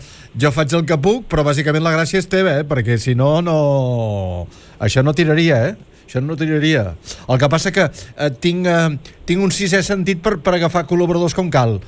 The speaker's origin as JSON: {"language": "Catalan", "town": "Olot", "region": "Catalonia", "country": "Spain", "said": "T'ho dic perquè jo sóc d'Olot i em diuen que és l'orinal del cel perquè sempre plou, eh?"}